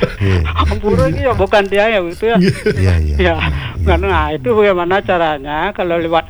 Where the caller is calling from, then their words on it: Denpasar, Bali, Indonesia; Di Denpasar, Pak Agung.